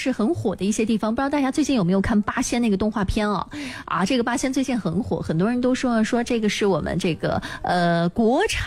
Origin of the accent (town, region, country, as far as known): Shanxi, China